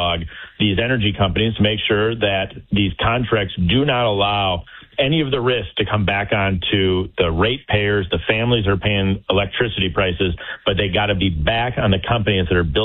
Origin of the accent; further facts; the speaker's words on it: Wisconsin, United States; So in my home state of Wisconsin, there's a large data center that's being built